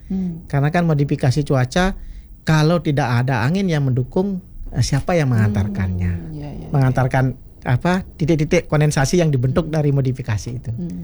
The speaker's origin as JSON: {"language": "Indonesian", "region": "Bali", "country": "Indonesia", "said": "saya kebetulan dari Buleleng sering lewat git-git."}